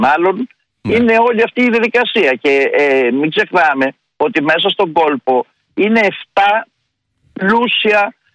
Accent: Greece; σε αυτή τη στρατηγική διαπρέπουμε εμείς ως Έλληνες.

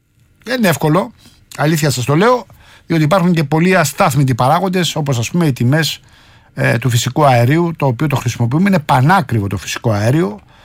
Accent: Rafina, Attica, Greece; Εκεί στην πατρίδα μου, στη Ραφίνα, γιορτάζει η Παντοβασίλισσα.

